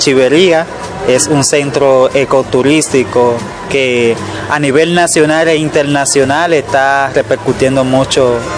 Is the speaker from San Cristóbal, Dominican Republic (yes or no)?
yes; Yaguate, San Cristóbal, Dominican Republic; Venimos de la comunidad de Semana Santa del municipio de Yaguate, provincia San Cristóbal.